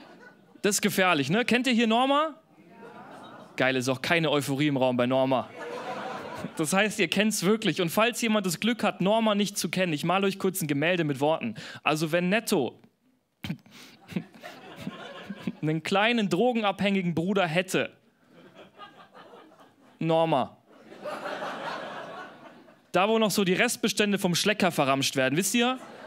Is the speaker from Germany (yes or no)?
yes; Bavaria, Germany; accent: Bavarian; Ihr habt gerade richtig Angst, dass ich bayerisch rede, ne? Alles gut, Mann. Ich habe den Dialekt dagelassen.